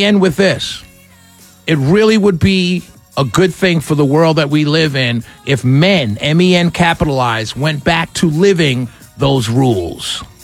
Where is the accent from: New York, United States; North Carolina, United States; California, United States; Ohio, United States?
New York, United States; New York City; But I'm from New York City. So my city is now in the NBA championship.